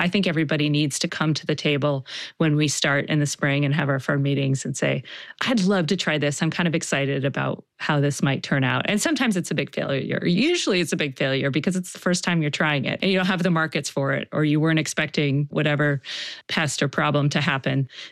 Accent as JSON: {"language": "English", "town": "Baltimore", "region": "Maryland", "country": "United States", "said": "You know, I'm from Baltimore"}